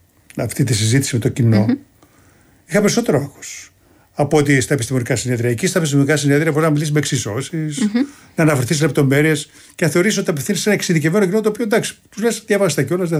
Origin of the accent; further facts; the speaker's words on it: Kymi, Central Greece, Greece; Έτσι το λέμε στην πατρίδα μου στην Κίμη.